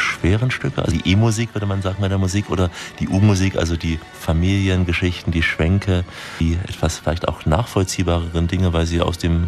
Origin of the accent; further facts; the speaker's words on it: East Germany, Germany; Ich bin Ossi